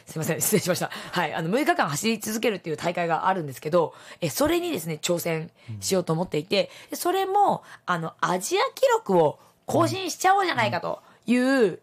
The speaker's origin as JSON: {"language": "Japanese", "region": "Tokyo", "country": "Japan", "said": "はい、私ですね、東京都出身なんですけど、もうめちゃめちゃ関西大好きで"}